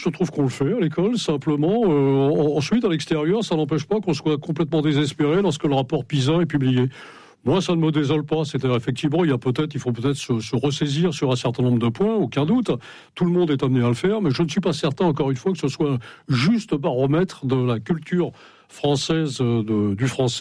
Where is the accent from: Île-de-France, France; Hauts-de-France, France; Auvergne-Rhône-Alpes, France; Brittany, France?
Brittany, France; Mais bien sûr, c'est pas parce que je suis breton que je ne fais pas partie. Nous avons été vassalisés par l'histoire de France, nous sommes bretons malgré nous.